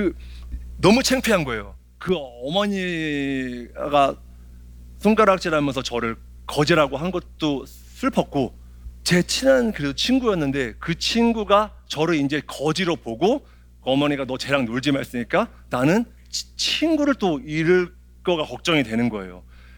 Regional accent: Itaewon, Seoul, South Korea; 저는 그렇게 이제 어린 시절을 자랐고, 제가 근데 유일하게 이태원 살면서 좋았던 거는 그 춤추는 거 하고 사진 찍는 걸 좋아했어요.

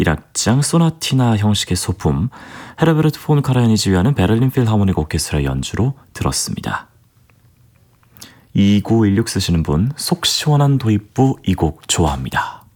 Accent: South Korea; 저는 한국 사람이잖아요.

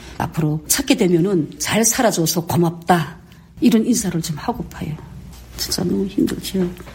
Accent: Wonsan, Kangwon, North Korea; 가고 싶은 거는 당연하게 저희 고향이죠. 특히나 저희 송도원이라고 할 때는 거기에는 놀이터들이 있고

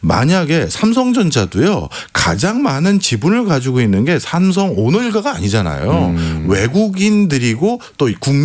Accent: South Korea; 저는 한국 사람이기 때문에 또 앞으로도 평생 한국 사람으로 살 것이기 때문에

